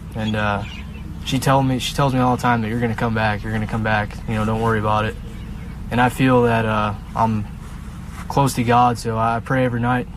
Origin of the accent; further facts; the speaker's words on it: Burbank, Illinois, United States; I'm from Chicago, Illinois, but I'm from the suburbs of Chicago, not from the city, so I'm from Burbank, a small town.